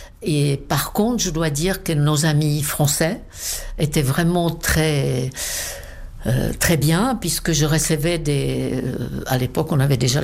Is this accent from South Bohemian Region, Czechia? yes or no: yes; České Budějovice, South Bohemian Region, Czechia; French is a second language; moved away as an adult; now in Paris, France; Je suis très très attachée à mon pays natal, presque trop je dirais. Peut-être aussi parce que c'est la Bohême du Sud qui est quand même une très jolie région.